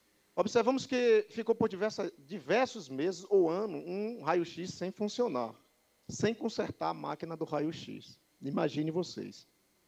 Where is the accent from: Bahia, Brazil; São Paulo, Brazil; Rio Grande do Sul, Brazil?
Bahia, Brazil; Conceição do Jacuípe; ao povo de Conceição de Jacuípe, ao povo da minha terra